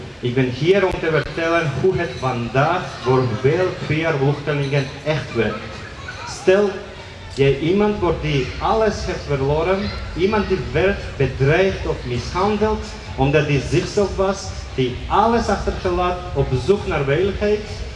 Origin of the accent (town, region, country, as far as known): Georgia; Dutch is a second language; moved away as an adult; now in Antwerp, Belgium